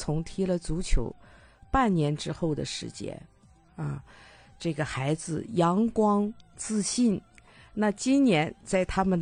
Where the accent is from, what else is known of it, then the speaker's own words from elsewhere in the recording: Dalian, Liaoning, China; 那种身为一个大连人的骄傲，